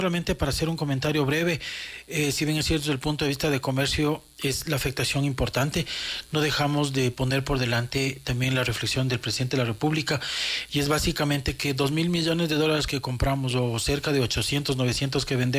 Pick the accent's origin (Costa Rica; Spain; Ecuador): Ecuador; la valoración que tenemos como ecuatorianos del café